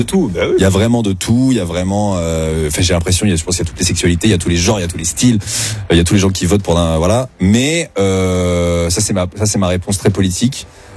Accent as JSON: {"language": "French", "region": "Normandy", "country": "France", "said": "Moi, je viens de la Normandie profonde."}